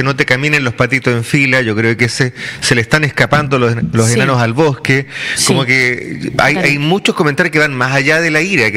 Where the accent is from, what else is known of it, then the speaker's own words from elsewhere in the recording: Chile; estás en el país de los temblores